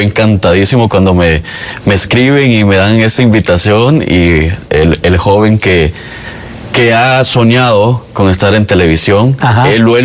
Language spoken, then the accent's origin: Spanish; Nueva Concepción, Chalatenango, El Salvador; now in Alabama, United States; Soy originario de la Nueva Concepción, Chalatenango, en El Salvador.